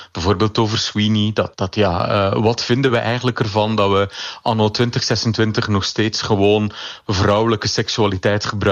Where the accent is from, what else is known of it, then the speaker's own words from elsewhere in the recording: Belgium; moved away as an adult; now in Netherlands; Kijk, ik woon al 20 jaar in Nederland. En als Belg was ik vanaf dag 1 verliefd op het zelfvertrouwen van Nederland.